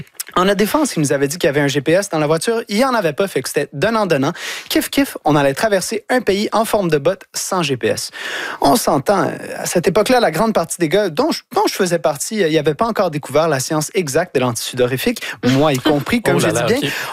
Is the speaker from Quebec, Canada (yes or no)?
yes; Quebec, Canada; Ça tombe bien, Roberto. Moi, je viens du Québec.